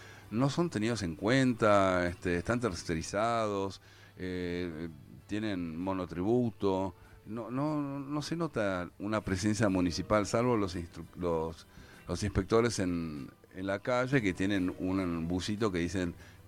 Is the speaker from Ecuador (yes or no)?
no; Argentina; Somos argentinos que vivimos en esta ciudad